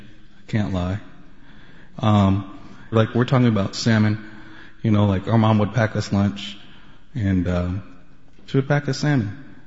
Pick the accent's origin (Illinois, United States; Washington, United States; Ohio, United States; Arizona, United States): Washington, United States; Renton; And it's funny, I grew up in Renton and high school over there, Renton Indians.